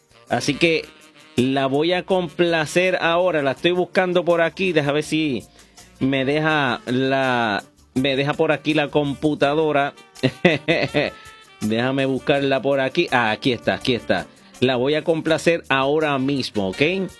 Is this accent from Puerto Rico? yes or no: yes; Aguada, Puerto Rico; de mi pueblo de Aguada